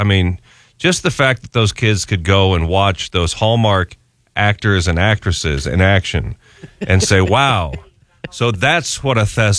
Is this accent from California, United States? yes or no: no; Omaha, Nebraska, United States; So when I moved back here to my hometown of Omaha, I was trying to decide, my wife and I, where are we going to live?